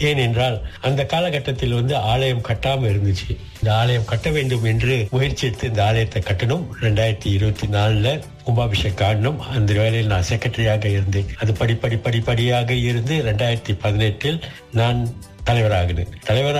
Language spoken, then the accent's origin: Tamil; Penang, Malaysia; நான் பிறந்து வளர்ந்தது எல்லாம் பினாங்கல.